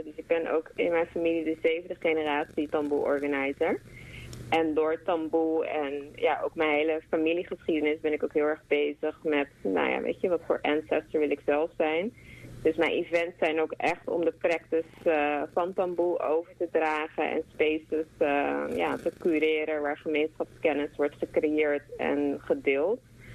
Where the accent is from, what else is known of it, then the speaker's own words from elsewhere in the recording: Rotterdam, South Holland, Netherlands; also born or lived in Curaçao; Ik ben een eilandskind, geboren op Curaçao en eigenlijk opgegroeid in verschillende leefwerelden in Rotterdam.